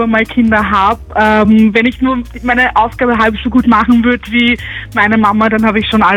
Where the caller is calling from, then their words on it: Vösendorf, Lower Austria, Austria; Ich bin aus Vösendorf.